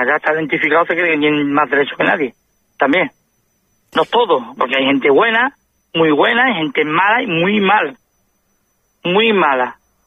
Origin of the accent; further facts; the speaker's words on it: Spain; born there; Pero moro no ve si yo soy español. Nací en España y juro la bandera española.